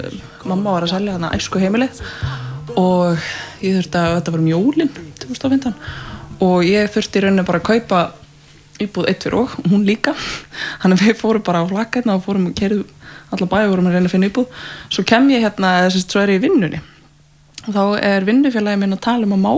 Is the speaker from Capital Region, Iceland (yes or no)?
yes; Reykjavík, Capital Region, Iceland; born or raised there